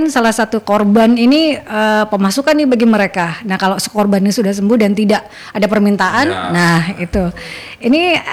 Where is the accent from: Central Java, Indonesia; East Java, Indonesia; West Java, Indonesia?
East Java, Indonesia; Gresik; Karena saya sebagai warga Gresik kaget dengan temuan 3,37 ton ganja di wilayah kami lagi.